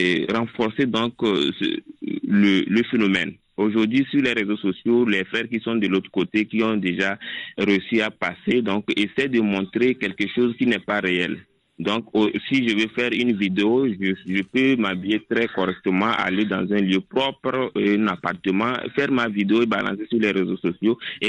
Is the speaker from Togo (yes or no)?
yes; Togo; now in Ziguinchor, Senegal; Effectivement, je suis togolais, c'est pourquoi je passe un coucou à tous les togolais qui nous suivent.